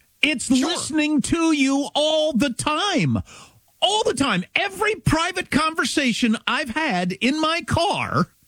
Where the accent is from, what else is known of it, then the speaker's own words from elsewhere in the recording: Kansas, United States; I'm from Kansas, so I've heard people talking about this.